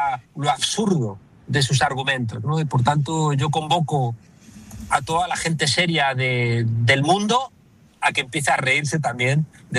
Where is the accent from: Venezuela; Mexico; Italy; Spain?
Spain; Y en España, en mi país, Vox y el Partido Popular, que son franquistas, también juntos tienen mayoría.